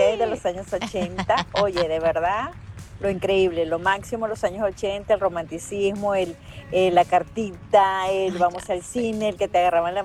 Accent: Venezuela; now in Mexico; Por lo menos en mi país, Venezuela

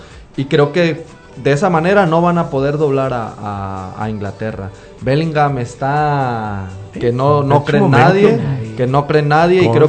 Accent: Mexico; nosotros como mexicanos

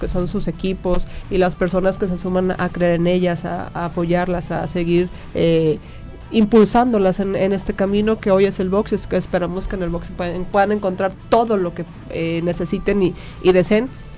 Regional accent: Tuxpan, Mexico; Tuxpan, que nunca voy a perder el amor y la identidad que tengo con mi tierra.

